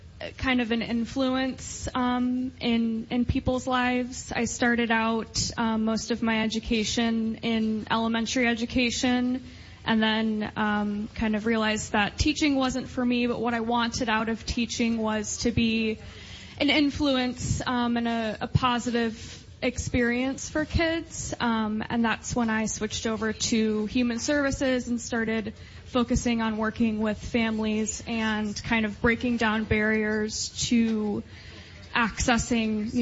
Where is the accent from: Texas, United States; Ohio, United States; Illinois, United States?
Illinois, United States; Kankakee; moved away; I'm originally from the Kankakee area